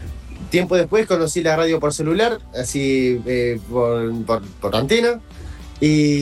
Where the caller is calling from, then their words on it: Tablada, Buenos Aires Province, Argentina; de Tablada